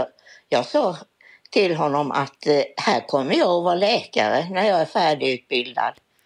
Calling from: Eksjö, Jönköping County, Sweden; Och då flyttade jag hem till Eksjö igen.

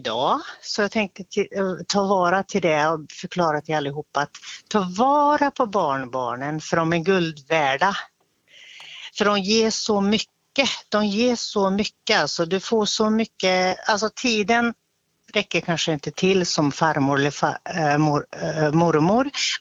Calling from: Finland; Jag kommer från Finland

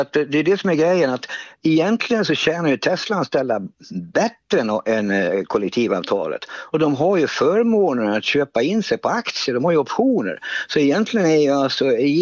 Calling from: Ludvika, Dalarna County, Sweden; Jag kommer ju från Ludvika

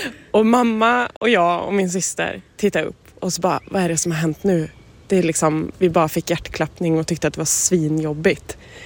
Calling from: Karlstad, Värmland, Sweden

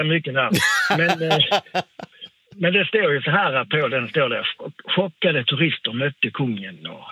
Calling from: Malmö, Skåne, Sweden; vi är från Malmö

